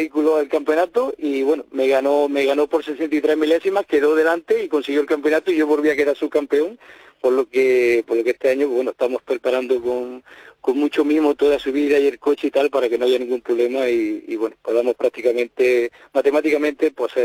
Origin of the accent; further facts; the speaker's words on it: Jaén, Andalusia, Spain; a pesar de que soy de Jaén